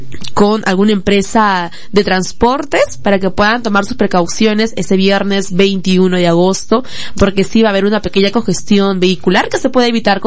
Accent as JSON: {"language": "Spanish", "region": "Tacna", "country": "Peru"}